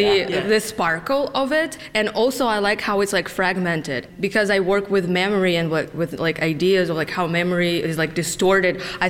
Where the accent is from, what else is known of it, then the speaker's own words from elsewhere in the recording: Uzbekistan; my most recent trip to my home country, Uzbekistan.